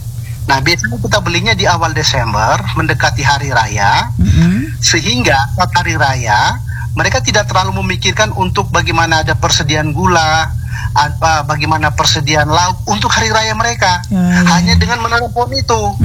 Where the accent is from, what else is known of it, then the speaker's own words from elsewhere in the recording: Flores, East Nusa Tenggara, Indonesia; kita orang Flores